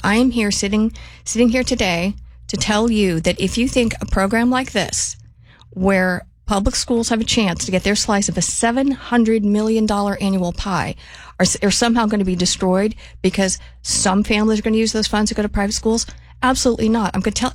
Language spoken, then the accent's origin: English; Arizona, United States; born there; moved away as an adult; now in Washington, United States; I moved here from Arizona. I'm kind of bucking the trend of moving into Washington.